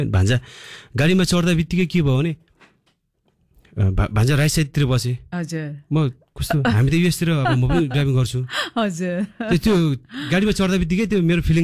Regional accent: Baglung, Gandaki Province, Nepal; हाम्रो काठेखोला गाउँपालिका

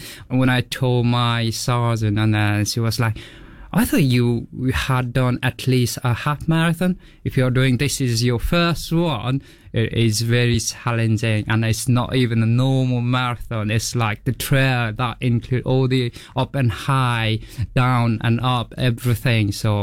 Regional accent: Nepal; born or raised there; now in Scotland, United Kingdom

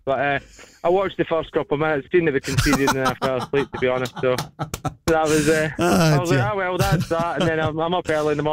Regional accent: Northern Ireland, United Kingdom; born there; The good thing is I'm actually born from Northern Ireland, so there you go.

